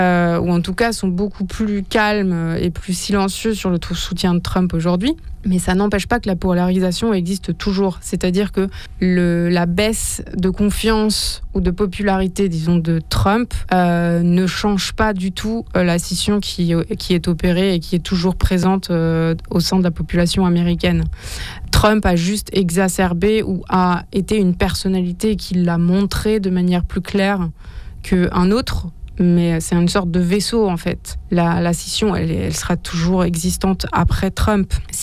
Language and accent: French; France; je suis française